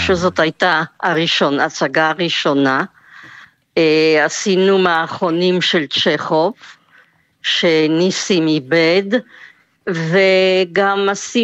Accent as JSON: {"language": "Hebrew", "country": "France", "also_born_or_lived": "Mexico", "accent": "French", "second_language": "Hebrew", "lives_now": "Israel", "said": "הייתי שחקנית צעירה, והגעתי מצרפת, והרגשתי קצת לא נוח איתם, במיוחד עם השפה שלהם, עם העברית היפה, של יוסי וניסים וחיסקי. ואני עם המפתע שלי הצרפתי, וקצת ספרדי ממקסיקו גם"}